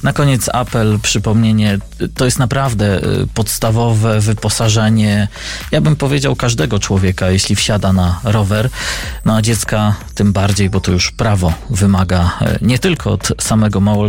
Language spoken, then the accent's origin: Polish; Kadzidło, Masovian Voivodeship, Poland; Kadzidło to kurpie, to tak tylko lekko sprostuję, bo to moje rodzinne strony.